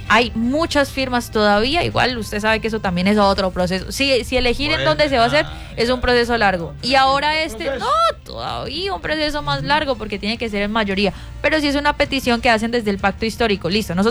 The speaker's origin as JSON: {"language": "Spanish", "country": "Colombia", "said": "todos lo esperábamos como colombianos."}